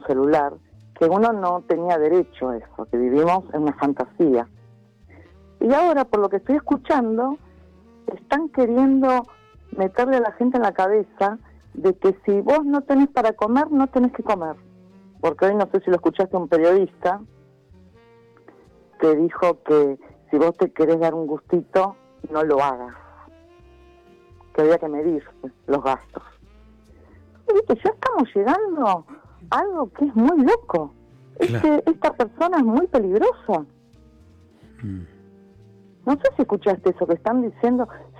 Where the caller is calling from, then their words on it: Santa Teresita, Buenos Aires Province, Argentina; hoy justamente hace un mes que estoy viviendo en Santa Teresita.